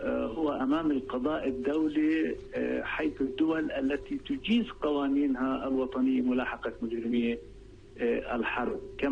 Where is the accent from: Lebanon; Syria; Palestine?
Palestine; دورنا نحن كشعب فلسطيني.